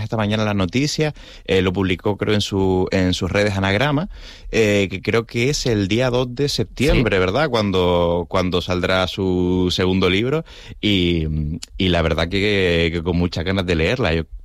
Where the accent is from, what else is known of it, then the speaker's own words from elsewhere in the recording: Canary Islands, Spain; sino sobre Canarias, utilizando nuestro dialecto, nuestras propias palabras, nuestros paisajes